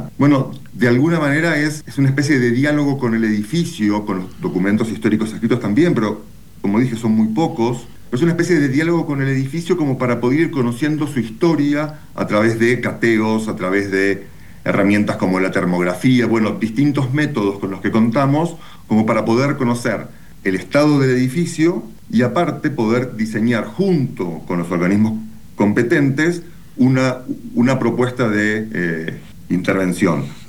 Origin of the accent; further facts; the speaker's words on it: Bariloche, Río Negro, Argentina; moved away; also born or lived in Buenos Aires; En mi caso particular, la historia es más larga, soy de Bariloche, estudié en Buenos Aires y hace unos 20 años que vivo por acá, aproximadamente.